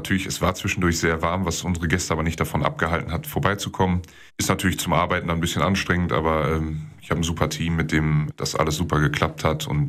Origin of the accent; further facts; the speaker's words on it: Kleve, North Rhine-Westphalia, Germany; Ich bin Klever, ich komme aus Kleve